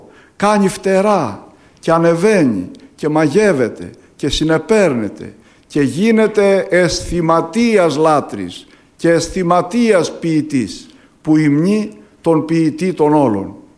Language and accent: Greek; Ioannina, Epirus, Greece; θα πούμε και κανένα ανέκδοτο που αρέσει εδώ στην πατρίδα μου το Γιάννη